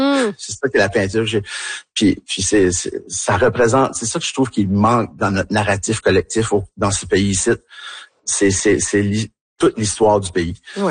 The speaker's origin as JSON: {"language": "French", "region": "New Brunswick", "country": "Canada"}